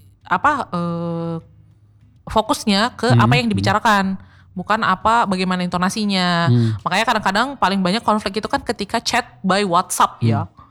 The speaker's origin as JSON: {"language": "Indonesian", "town": "Medan", "region": "North Sumatra", "country": "Indonesia", "accent": "Melayu (Medan Malay)", "said": "logatku ini sebenarnya dipakai itu logat Melayu."}